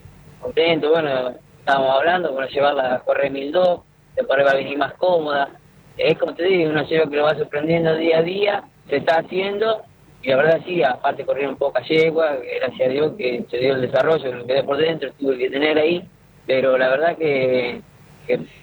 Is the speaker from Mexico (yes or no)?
no; Olavarría, Buenos Aires Province, Argentina; Yo soy de Olavarría, yo trabajo en la zona de Azul y todo del alrededor